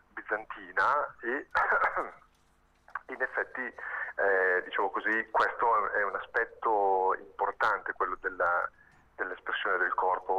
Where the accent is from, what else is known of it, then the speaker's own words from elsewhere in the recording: Brescia, Lombardy, Italy; c'è anche la coreografa che è di Brescia, e quindi una parte di questi, diciamo, del cast produttivo è della nostra città